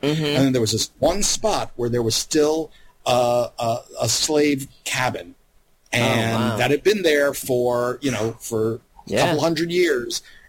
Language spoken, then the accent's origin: English; Louisiana, United States; And I'm like, I grew up mostly in Louisiana.